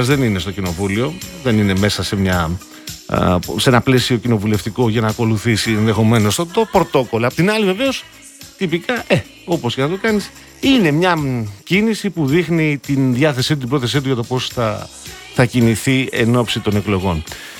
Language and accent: Greek; Peloponnese, Greece; Όπως γνωρίζεις, Κασιανή μου, κατάγομαι από την Νότια Πελοπόννησο